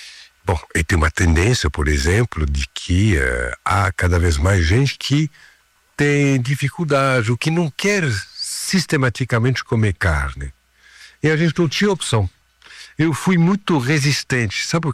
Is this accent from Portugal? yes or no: no; Paris, Île-de-France, France; born or raised there; Portuguese is a second language; moved away as an adult; now in São Paulo, Brazil